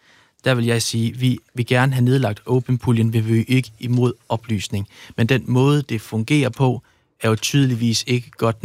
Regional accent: Jutland, Denmark; Ja, men jeg er fra Jylland.

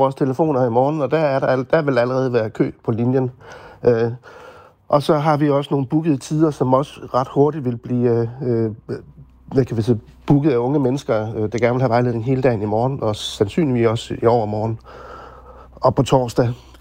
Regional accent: Jutland, Denmark

